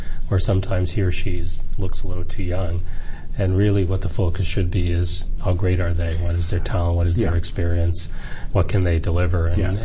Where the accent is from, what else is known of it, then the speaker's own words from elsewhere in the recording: Toronto, Ontario, Canada; I love Toronto. It is my hometown. I think it's, for me, the greatest city in the world.